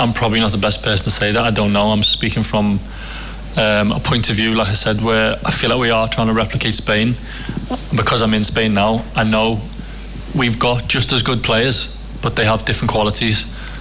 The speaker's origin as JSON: {"language": "English", "region": "England", "country": "United Kingdom", "said": "we can't keep looking at other countries and trying to be like them, because we're not them, we're English, and we have our own strengths"}